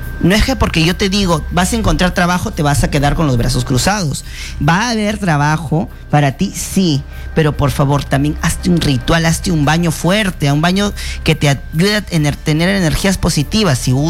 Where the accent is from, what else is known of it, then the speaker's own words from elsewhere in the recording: Chiclayo, Lambayeque, Peru; now in Lima, Peru; Desde Chiclayo, mi tierra hermosa.